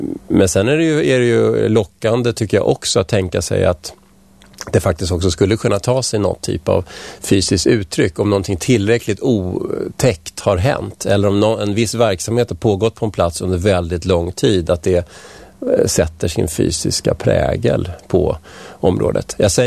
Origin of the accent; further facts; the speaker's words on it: Vällingby, Stockholm County, Sweden; also born or lived in Strängnäs; Jag kommer ju inte härifrån. Jag kom från Vällingby från början. Och sen har jag bott i stan och jag har bott i Strängnäs då, som sagt.